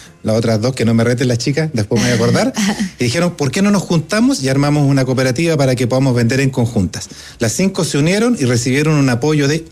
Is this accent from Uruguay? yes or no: no; Valdivia, Los Ríos, Chile; Yo soy del sur, yo soy de Valdivia.